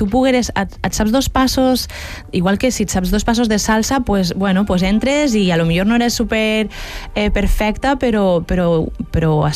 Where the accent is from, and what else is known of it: Valencian Community, Spain